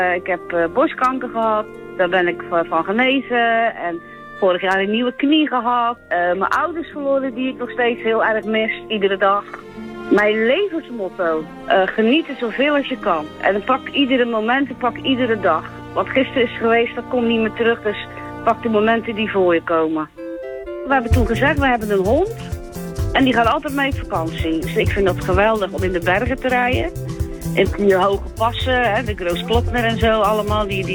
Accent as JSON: {"language": "Dutch", "town": "Dordrecht", "region": "South Holland", "country": "Netherlands", "said": "ik ben een Dordtenaar."}